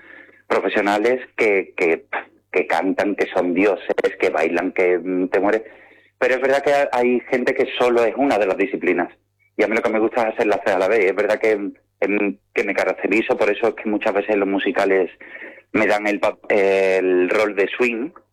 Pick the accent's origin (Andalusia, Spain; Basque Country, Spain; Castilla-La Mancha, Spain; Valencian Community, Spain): Andalusia, Spain; Palma del Río; Exactamente, y no quiero que se me quite porque es que adoro mi tierra, adoro mi Palma, adoro mi Córdoba y adoro Andalucía entera.